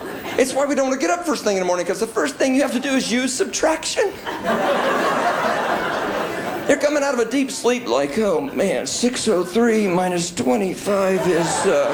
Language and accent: English; Indiana, United States; Of course, I didn't just grow up in any place in Indiana. I grew up in Central Indiana.